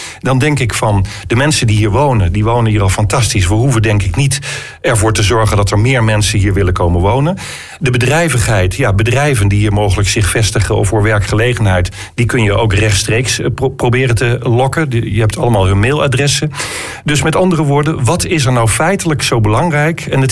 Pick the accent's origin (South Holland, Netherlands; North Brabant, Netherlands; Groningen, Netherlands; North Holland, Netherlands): Groningen, Netherlands; ik ben ook Groninger